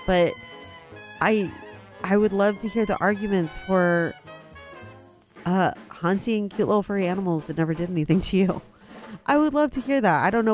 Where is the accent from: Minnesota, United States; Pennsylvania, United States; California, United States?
California, United States; I'm California Indian.